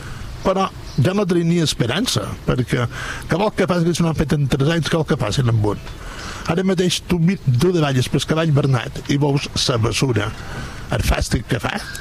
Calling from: Mallorca, Balearic Islands, Spain

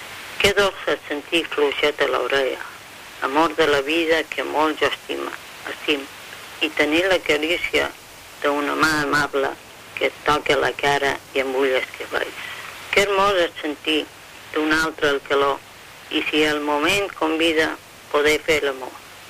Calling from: Palma, Balearic Islands, Spain; de Palma.

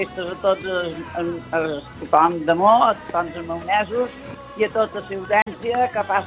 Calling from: Mahón, Balearic Islands, Spain; Ja som a les festes del meu poble

